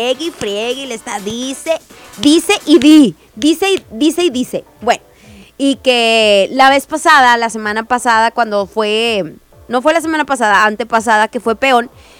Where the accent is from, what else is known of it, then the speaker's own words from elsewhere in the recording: Monterrey, Nuevo León, Mexico; somos de Monterrey